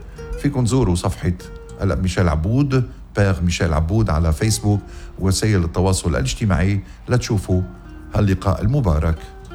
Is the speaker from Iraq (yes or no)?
no; Lebanon; أخ أخ يا بلدي لبنان، نعم نعم نعم هيدا اللي عم يصير وطننا لبنان للأسف